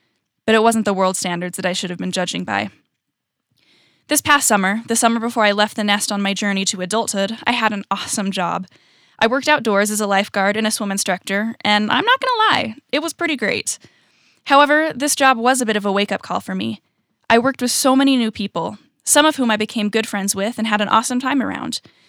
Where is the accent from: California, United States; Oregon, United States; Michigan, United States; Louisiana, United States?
California, United States; born or raised there; also born or lived in Utah / Virginia